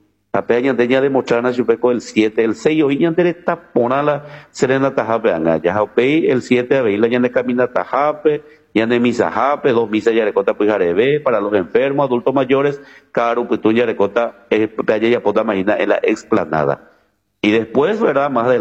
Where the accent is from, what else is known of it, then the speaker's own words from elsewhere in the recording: Horqueta, Concepción, Paraguay; somos hijos de Dios, hijos de María, somos orqueteños